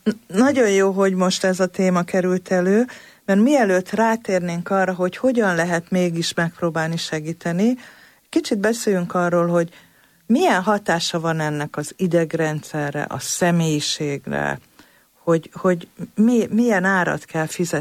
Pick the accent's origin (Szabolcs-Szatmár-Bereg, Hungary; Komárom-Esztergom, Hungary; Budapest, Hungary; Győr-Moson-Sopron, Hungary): Budapest, Hungary; Én a második kerületben nőttem fel, ahol ugye nagyon gazdag gyerekek voltak az osztálytársaim.